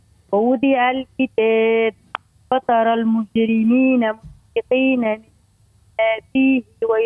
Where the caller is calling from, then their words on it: Utique, Bizerte Governorate, Tunisia; من ولاية بنزرت